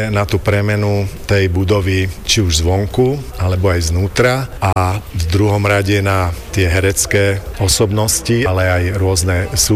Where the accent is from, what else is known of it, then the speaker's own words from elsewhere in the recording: Bratislava, Bratislava Region, Slovakia; Rodený Dubravčan, ako som povedal, nie som, ale som Bratislavčan, no a v Dubravke bývam 30 rokov.